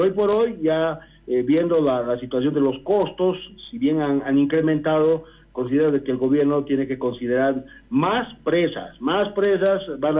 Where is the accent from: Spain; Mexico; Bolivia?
Bolivia; Toledo, Oruro; yo también vengo del sector de Toledo